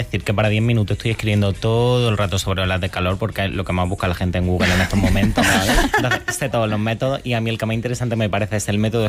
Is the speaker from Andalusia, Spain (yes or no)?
yes; Almería, Andalusia, Spain; now in Madrid, Spain; Estoy durmiendo, es que yo soy de Almería, estoy durmiendo en Almería y es desértico, claro, total.